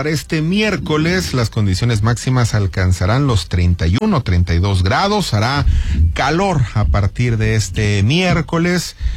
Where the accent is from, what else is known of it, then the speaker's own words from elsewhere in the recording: Mexico; porque somos mexicanos